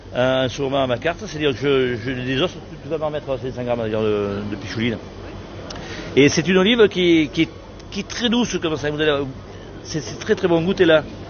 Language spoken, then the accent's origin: French; Provence-Alpes-Côte d'Azur, France; Moi, j'aime bien travailler les légumes parce que bon, chez nous, en Provence, on a beaucoup de légumes et de bons légumes.